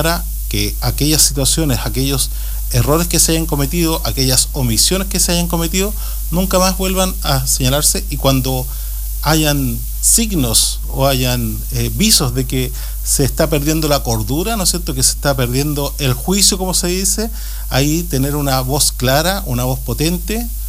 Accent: Chile; como chilenos, como chilenas

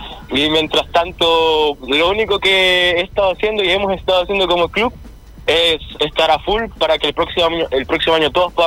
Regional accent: Chillán, Ñuble, Chile; Yo soy aquí de Chillán, ya terminé la enseñanza media el año pasado, salí del cuarto medio. Tengo 18 años

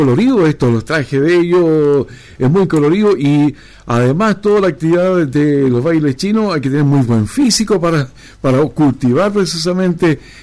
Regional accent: Aconcagua Valley, Valparaíso, Chile; born there; desde muy pequeño hemos observado, ¿cierto?, que había muchas cofradías de baile chino acá en el Valle Aconcagua

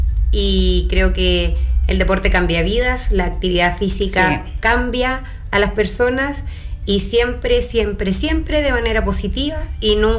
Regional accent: Chile; como buen chileno siempre dejamos todo para última hora.

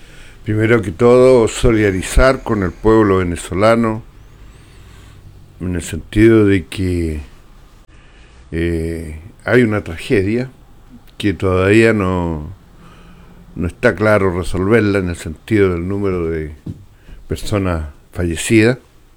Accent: Chile; nosotros también como chilenos, estamos más o menos en la línea de esta falla tectónica que abarca desde gran parte

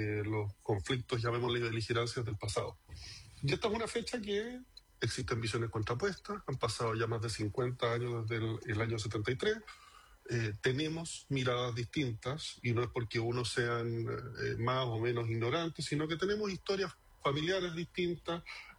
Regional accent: Chile; yo creo que hay que partir diciendo que esto es una fecha que nos divide como chilenos, o sea, seamos sinceros.

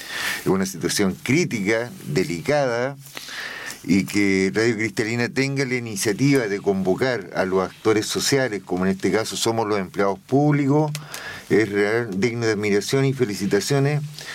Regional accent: Linares Province, Maule, Chile; Yo soy de la provincia de Linares, soy dirigente provincial de la ANEF

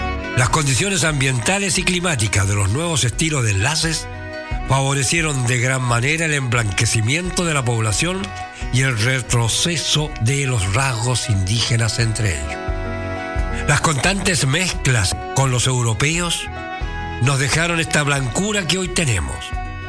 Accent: Chile; Así se estaba formando la raza que tenemos como chilenos

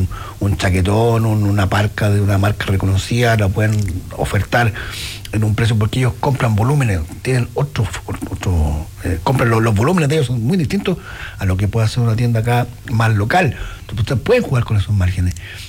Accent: Temuco, Araucanía, Chile; now in Coyhaique, Chile; Yo soy de Temuco

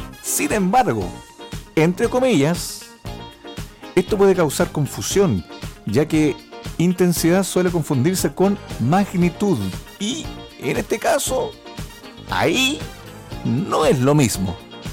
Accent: Chile; Y seguimos comiendo, como buen chileno, ¿no?

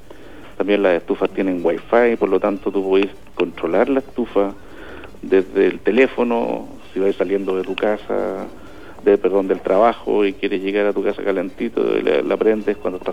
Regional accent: Chile; Como chilenos nos gusta colocarnos la valla más alta.

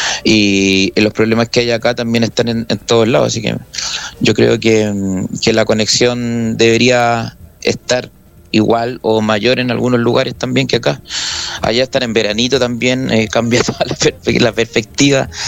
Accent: Chile

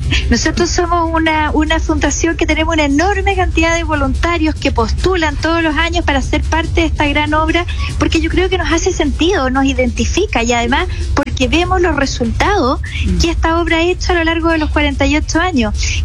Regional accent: Chile

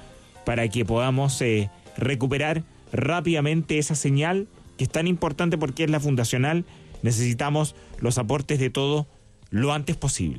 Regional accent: Viña del Mar, Valparaíso, Chile; Es que yo soy de Santiago, entonces para mí, efectivamente, soy de esos que piensa que después de Santiago, yo soy de Viña del Mar, de Santiago al sur es sur.

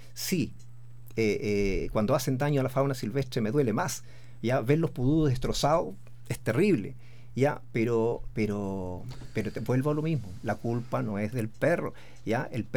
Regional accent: Linares, Maule, Chile; sentirnos orgullosos de ser de Linares.

